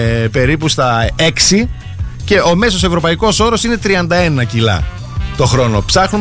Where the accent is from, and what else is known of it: Greece